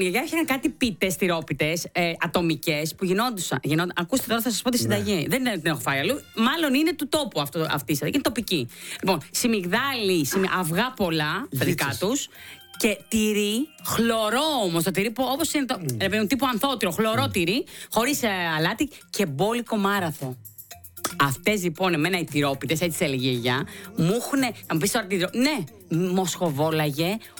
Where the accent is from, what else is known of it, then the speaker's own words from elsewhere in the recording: Western Greece, Greece; moved away; στα δικά μου μέρη, στην Ηλία